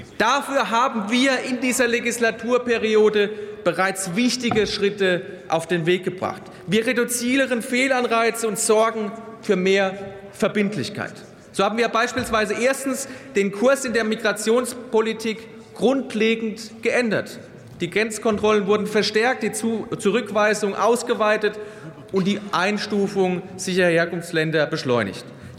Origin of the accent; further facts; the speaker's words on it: Pirmasens, Rhineland-Palatinate, Germany; Auch deshalb bin ich stolz auf meine Heimatstadt Pirmasens und unseren Oberbürgermeister Markus Zwick.